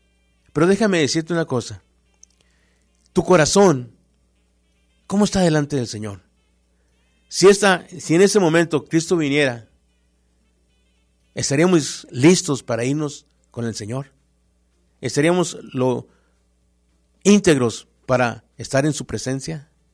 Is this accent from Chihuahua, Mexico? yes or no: yes; Chihuahua, Mexico; born there; moved away; also born or lived in Fort Sill, Oklahoma; la ciudad que me vio nacer a mí. Yo nací en Chihuahua.